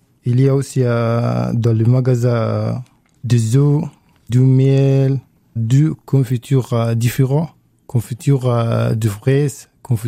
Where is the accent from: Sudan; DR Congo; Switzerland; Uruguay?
Sudan; French is a second language; now in France; je viens du Soudan, j'ai 27 ans